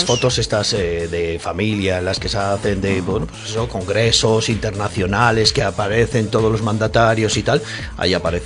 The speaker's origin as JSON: {"language": "Spanish", "region": "Castile and León", "country": "Spain", "said": "los que somos ciudadanos de Castilla y León"}